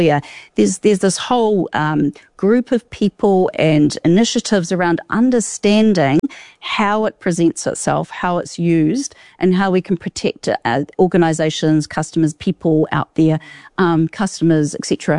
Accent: New Zealand; born there; the human connection that we grew up with in New Zealand many years ago

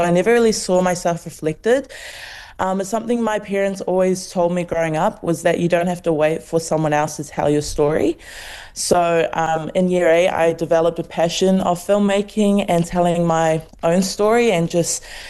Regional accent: Taiwan; While growing up in Taiwan overseas, my connection back home was just like watching films.

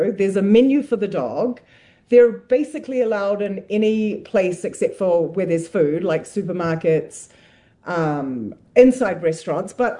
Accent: New Zealand; moved away as an adult; now in Banff, Canada; So now I class myself as a Kiwi-adian.

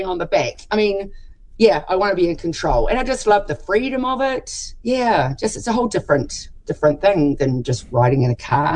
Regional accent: Taranaki, New Zealand; I'm from Taranaki, and there was a Telemachus for younger people group running here.

